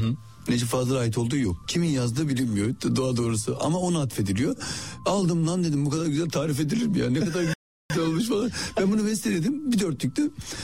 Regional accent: Adana, Turkey; Adana'nın ben Varoş Mahallesi'nde işte gettosu, Koca Vezir denilen bir yerdir. Böyle orada yetiştim. Şimdi genelde Suriyeli Afganların da olduğu bir yer. Yani öyle bir yerde yetiştim.

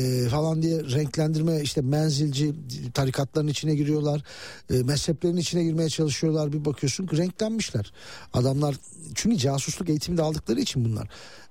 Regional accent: Muş, Muş Province, Turkey; Muşspor. Benim memleketim yenmiş.

